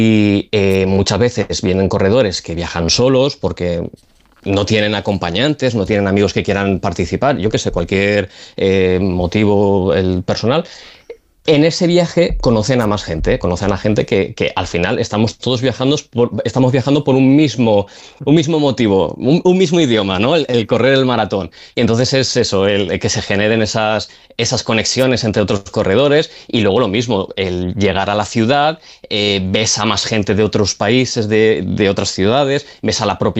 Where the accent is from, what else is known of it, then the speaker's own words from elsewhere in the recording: Valencia, Valencian Community, Spain; bueno, nosotros somos de Valencia, pero también organizamos maratón.